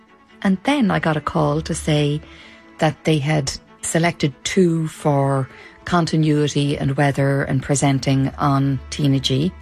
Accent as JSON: {"language": "English", "town": "Dublin", "region": "Leinster", "country": "Ireland", "said": "I was coming from Dublin with learned Irish. I was not a native speaker, and I had great difficulty understanding the native speakers when they would speak too fast."}